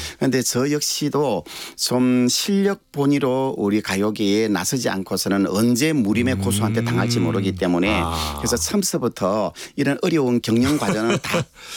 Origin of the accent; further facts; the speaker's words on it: Uiryeong, South Gyeongsang, South Korea; moved away; 제 고향에서 매년 이렇게 개최되고 있는